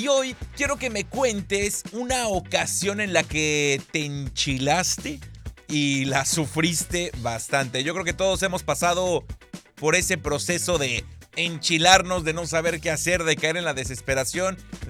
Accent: Mexico; Como buen mexicano, nos gusta el picante, pero no lo aguantamos.

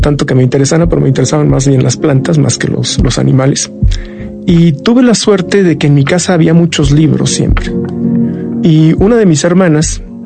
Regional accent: Querétaro, Mexico; moved away as an adult; now in Mexico City, Mexico; decidí salir de Querétaro, mi ciudad natal, me vine a la Ciudad de México.

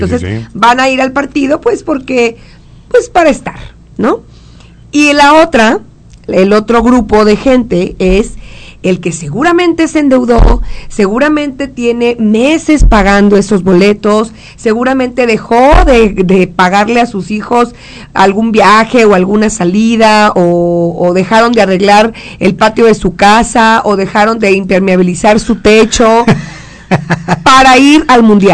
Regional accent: Mexico; como mexicanos no quedamos contentos

